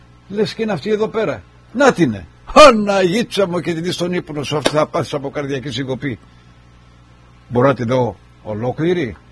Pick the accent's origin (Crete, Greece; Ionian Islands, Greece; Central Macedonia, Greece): Ionian Islands, Greece; Argostoli; εγώ είμαι κεφαλονίτης, γέννημα θρέμα αργοστολιώτης.